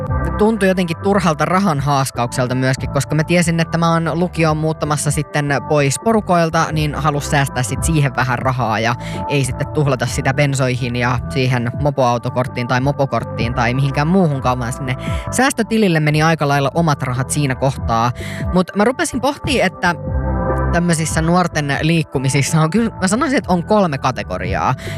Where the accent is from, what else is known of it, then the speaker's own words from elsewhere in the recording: Pori, Satakunta, Finland; tuolla esimerkiksi kotikaupungissani Porissa mopoautot elää ja voi hyvin.